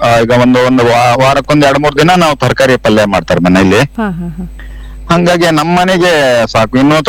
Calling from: Shivamogga, Karnataka, India; ತಾಲೂಕು ಜಿಲ್ಲೆ ನಮ್ಮೂರ ಆಯ್ತಲ್ಲ, ಶಿವಮೊಗ್ಗ

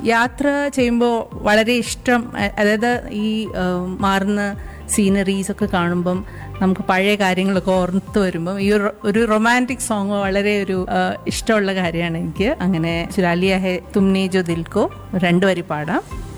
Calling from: Thrissur, Kerala, India; ഞാൻ തൃശ്ശൂരിൽ നിന്നായിരുന്നു.

